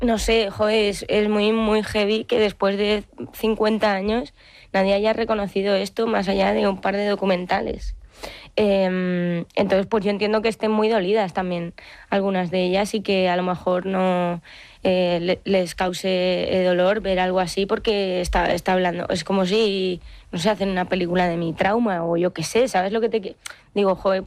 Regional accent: Madrid, Community of Madrid, Spain; yo también que soy de Madrid y el feminismo pues en 2019-2018 era una locura

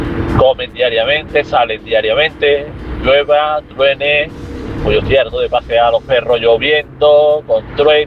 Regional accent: Seville, Andalusia, Spain; Yo soy de aquí de Sevilla

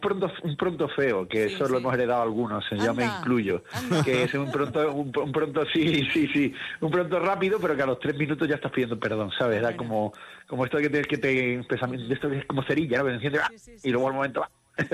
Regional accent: Cádiz, Andalusia, Spain; No, yo además me crié en Cádiz, con lo cual

